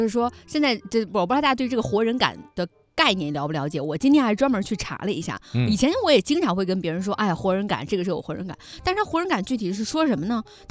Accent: Shanxi, China; accent: Shanxi dialect; 我们山西话就是模板

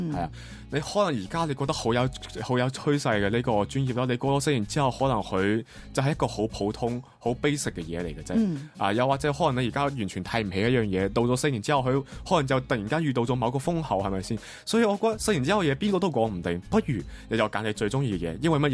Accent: Macau; 我是来自中国澳门的

